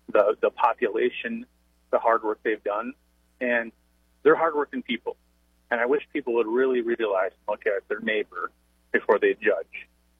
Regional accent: Veblen, South Dakota, United States; I'm from Veblen. I've lived in Veblen pretty much my whole life.

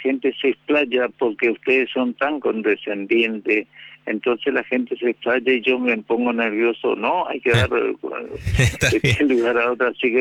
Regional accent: Ituzaingó, Corrientes, Argentina; now in Posadas, Argentina; De la música del litoral, soy de Ituzaingó, Corrientes, de sí, la provincia de Corrientes, allá radicado en Posadas.

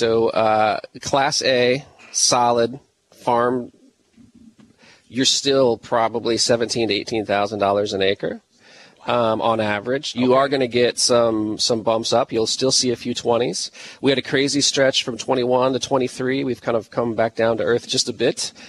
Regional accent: Jacksonville, Illinois, United States; moved away as an adult; now in Springfield, United States; Yeah, so I live here in Springfield. My hometown is Jacksonville.

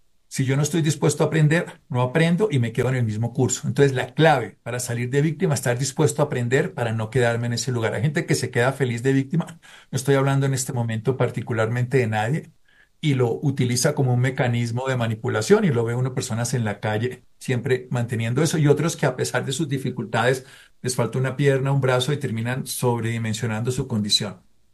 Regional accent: Colombia

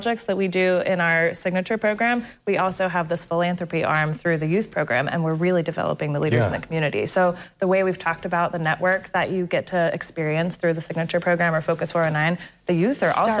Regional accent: Woodville, Ohio, United States; also born or lived in West Virginia; I'm from Woodville, so the Toledo area. But I moved away for college. I lived in West Virginia for 7 years, and then I came back to Toledo in 2019.

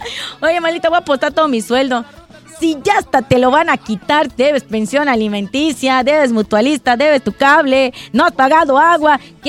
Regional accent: Mexico; Nosotros, nos tenemos que apoyar nosotros como mexicanos

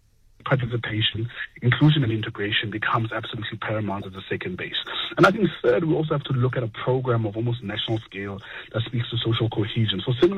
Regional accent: North West, South Africa; my township that I grew up in the Northwest

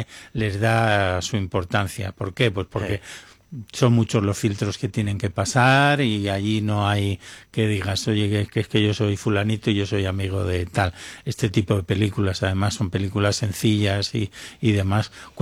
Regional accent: Spain; Somos españoles.

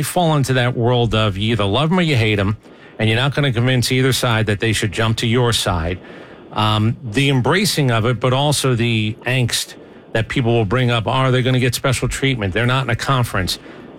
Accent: Northeast, United States; I'm from the Northeast, so college football really didn't matter.

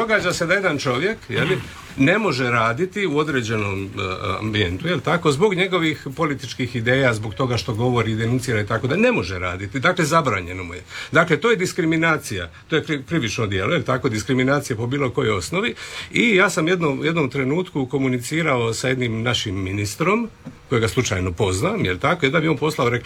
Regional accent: Croatia; moved away; also born or lived in Italy; kod nas u Hrvatskoj

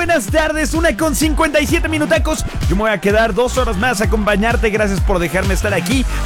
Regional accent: Puebla, Mexico; Que no soy tan buen poblano.

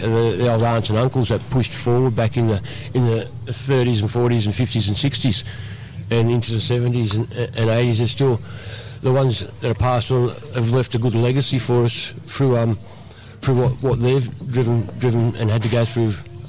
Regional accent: New South Wales, Australia; Yeah, that's home

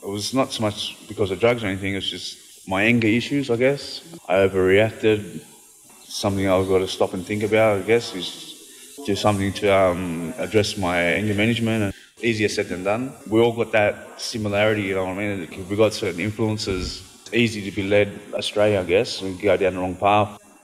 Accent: Miller, New South Wales, Australia; I'm from Miller, 2168. Dungutty man.

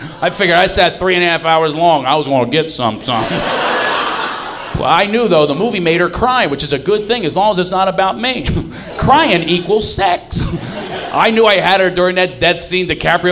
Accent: Philadelphia, Pennsylvania, United States; But romance, I'm from Philadelphia. No romances in Philly.

